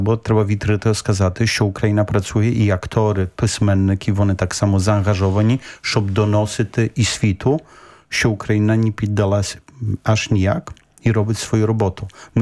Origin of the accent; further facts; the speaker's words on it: Poland; ми, поляки